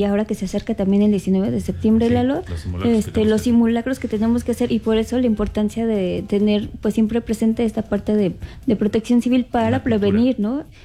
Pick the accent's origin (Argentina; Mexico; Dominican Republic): Mexico; como mexicanos también te quejas de todo